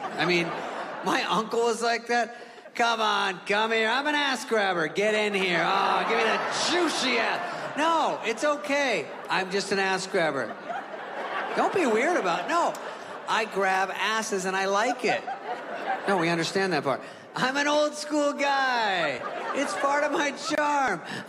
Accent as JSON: {"language": "English", "region": "California", "country": "United States", "said": "But I'm from California."}